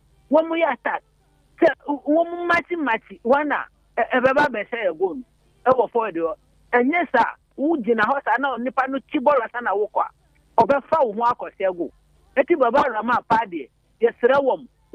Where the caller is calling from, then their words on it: Volta, Ghana; I'm from Vota Region.